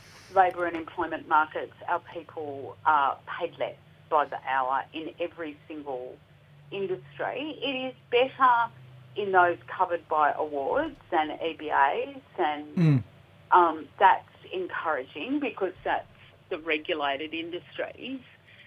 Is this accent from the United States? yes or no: no; Sydney, New South Wales, Australia; As you know, I'm Gadigal descendant from the inner city area of Sydney.